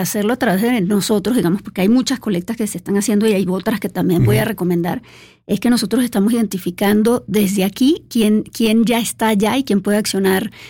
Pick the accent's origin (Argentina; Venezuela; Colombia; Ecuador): Venezuela; now in Mexico; nosotros como venezolanos